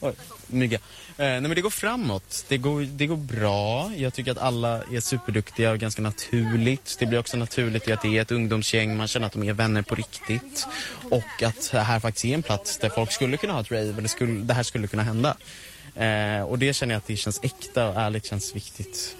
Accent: Nacka, Stockholm County, Sweden; Jag är från Nacka.

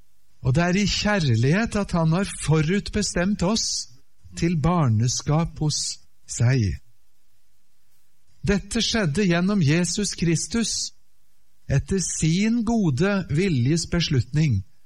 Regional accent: Japan; also born or lived in Norway / Oslo, Norway / United States / Germany; Jeg kommer altså ifra Norge, men jeg ble født i Japan. Jeg vokste opp der som barn av misjonærer. Mine foreldre var der i 25 år. Så jeg fikk min barndom og oppvekst

